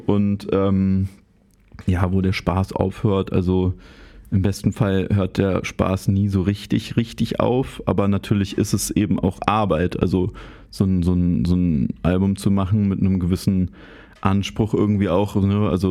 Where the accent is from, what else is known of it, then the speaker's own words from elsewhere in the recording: Berlin, Germany; ich bin ja da so im Tiergarten aufgewachsen